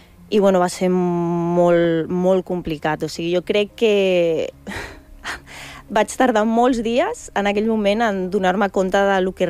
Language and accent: Catalan; Barcelona, Catalonia, Spain; jo sóc de Barcelona